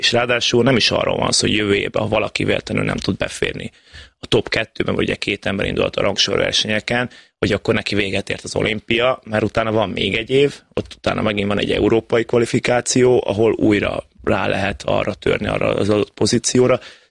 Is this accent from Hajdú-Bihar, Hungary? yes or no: no; Szombathely, Vas, Hungary